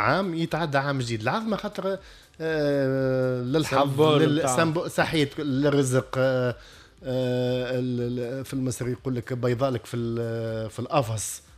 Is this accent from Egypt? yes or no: no; Tunisia